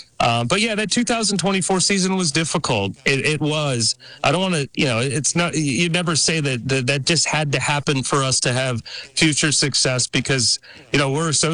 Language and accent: English; Detroit, Michigan, United States; You know, I grew up in Detroit, and, you know, a Lions fan.